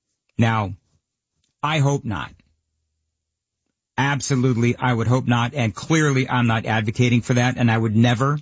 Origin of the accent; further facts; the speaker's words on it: New York, United States; I'm not a New Yorker anymore.